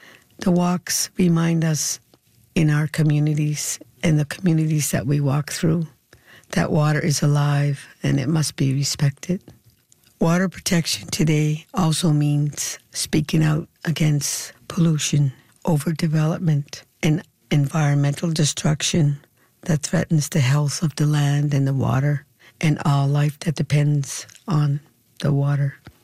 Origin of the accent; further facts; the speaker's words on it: Nova Scotia, Canada; I'm from Sebaganegri in Mi'kma'ki in Nova Scotia. I reside on the Indian Brook Reserve.